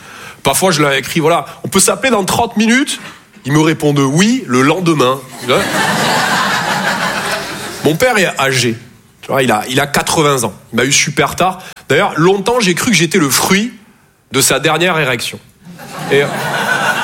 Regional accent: Toulouse, Occitanie, France; Je viens de Toulouse à la base. Ouais, ça s'entend un peu. Ouais. Bah, mon accent, c'est vraiment comme mon sexe.

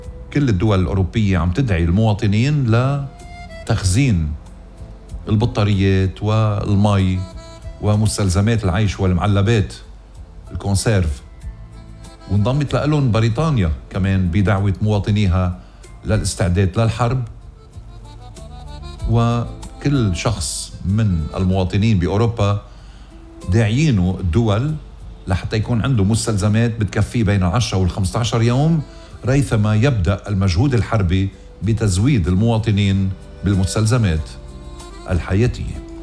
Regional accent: Lebanon; now in Australia

